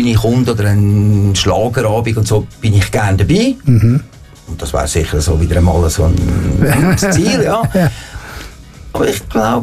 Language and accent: German; Italy; now in Switzerland; Ich bin Italiener und beide sind irgendwann vor ein paar Jahren viele Jahre in die Schweiz kommen.